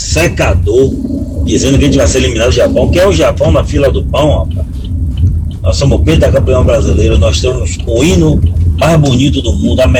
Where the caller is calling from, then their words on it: Salvador, Bahia, Brazil; Tá falando aqui … de Itapuã.